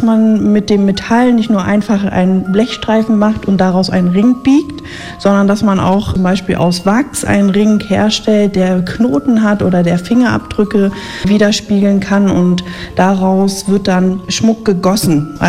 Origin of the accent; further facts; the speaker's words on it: Brandenburg, Germany; now in Dresden, Germany